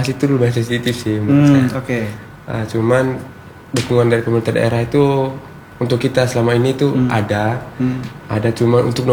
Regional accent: Labuan Bajo, East Nusa Tenggara, Indonesia; now in Surabaya, Indonesia

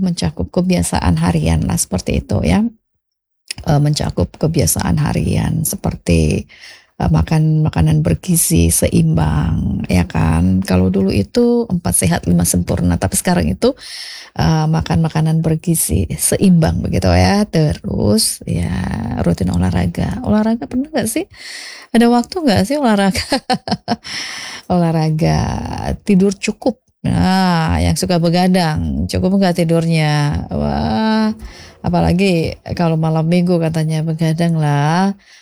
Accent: Kupang, East Nusa Tenggara, Indonesia; kita orang Kupang

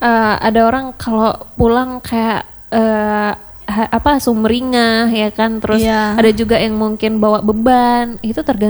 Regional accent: Indonesia; kalau soal makanan kita orang Indo ini emang enggak bisa jauh-jauh dari sambel-sambel ya.

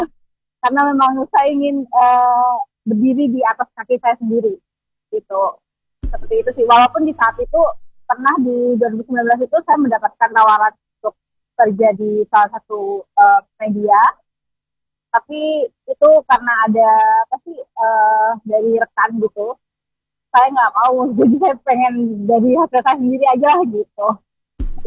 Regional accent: Situbondo, East Java, Indonesia; moved away as an adult; also born or lived in Malang; now in Jakarta, Indonesia; Saya aslinya dari Situbondo.

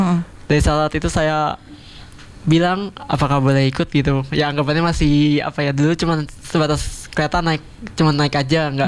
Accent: Bogor, West Java, Indonesia; born there; accent: Jakarta; now in Jember, Indonesia; saya lahir di Kota Bogor, Ibu, Jawa Barat. Kemudian tahun 2011-an itu saya pindah ke Jember dan hingga menetap di sini. Tapi untuk logat masih mempertahankan

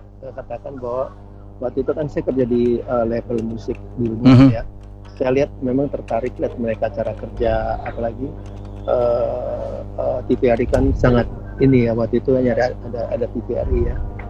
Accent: Manado, North Sulawesi, Indonesia; Iya, betul. Kita dari Manado.

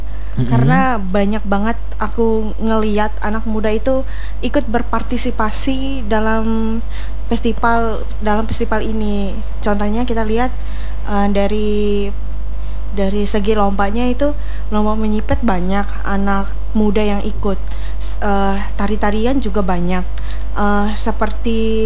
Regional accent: Central Kalimantan, Indonesia; Jadi aku tuh, ini dari Barito Utara.

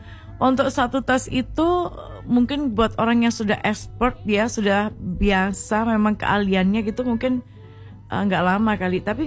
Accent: Java, Indonesia; Kita harus bangga menggunakan perpaduan bahasa Indonesia dan Jawa. Orang memang kita orang Jawa ya.

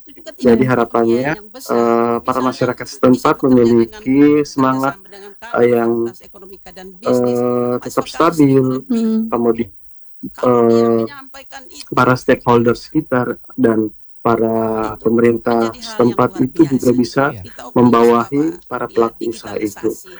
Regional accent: East Nusa Tenggara, Indonesia; Jadi menurut saya tidak malu ketika saya berasal dari Nusa Tenggara Timur, malah saya sangat bangga

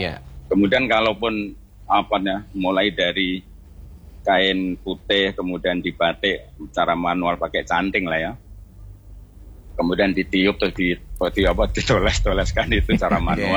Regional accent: Klaten, Central Java, Indonesia; Saya di Klaten

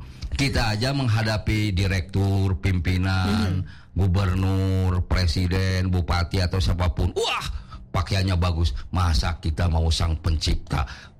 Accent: Subang, West Java, Indonesia; also born or lived in Bandung; Dulu saya waktu SMP sekolah di Subang, Pak Kasmo, di Kecamatan Jalan Cagak, di SMP Jalan Cagak, karena orang tua saya pada saat itu bekerja di perkebunan Ciater. Jadi perkebunan Ciater, sekolah SD-nya di Ciater di Subang, SMP-nya di Jalan Cagak Subang

